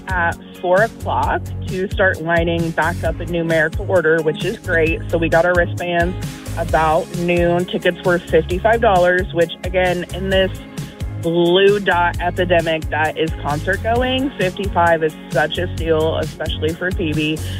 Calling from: Champaign, Illinois, United States; I am currently in Champaign, headed to work.

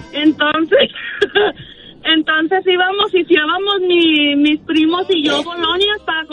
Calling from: Piedras Negras, Coahuila, Mexico; yo soy de Piedras Negras

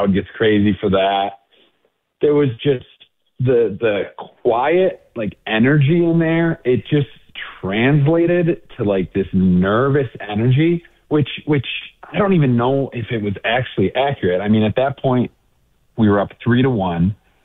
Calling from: San Diego, California, United States; Hi, I'm calling from San Diego.

